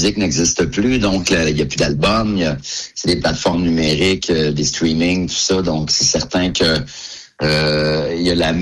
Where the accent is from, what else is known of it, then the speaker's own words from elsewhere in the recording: Drummondville, Quebec, Canada; notre dernier show chez nous à Drummondville.